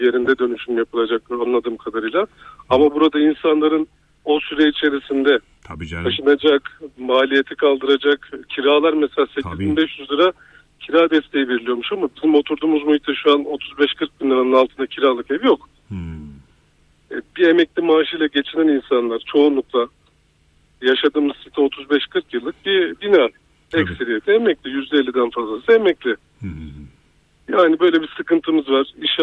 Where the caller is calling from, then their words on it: İzmir, Turkey; İzmir Bayraklı'dan arıyorum.